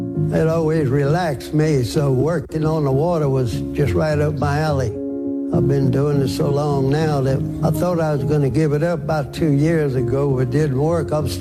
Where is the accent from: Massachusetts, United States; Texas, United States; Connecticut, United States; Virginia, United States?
Texas, United States; Galveston; born there; In 1933, I was born in Galveston.